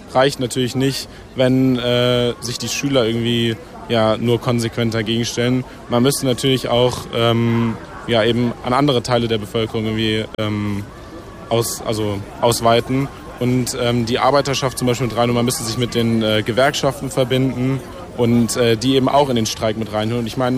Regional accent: Marburg, Hesse, Germany; Also wir kommen aus Marburg, ja, und wir sind eben hierher gefahren heute

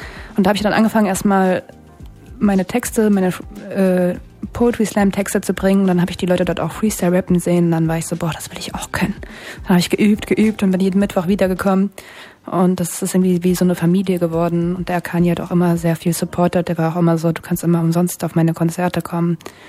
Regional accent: Frankfurt, Hesse, Germany; also born or lived in Cologne; habe ich noch eine Zeit lang danach auch in Köln gewohnt und bin dann irgendwann wieder zurück in meine Heimatstadt Frankfurt.

